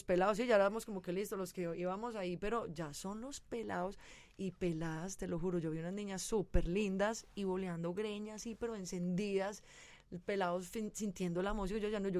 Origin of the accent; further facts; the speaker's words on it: San Cristóbal, Antioquia, Colombia; born there; also born or lived in Los Angeles, United States; yo llevaba mucho tiempo viviendo en Los Ángeles, pero al regresar a mi tierra y hablando exactamente de mi montaña mágica, como le digo yo, de San Cristóbal, que yo había nacido allá, pero nunca había vivido allá.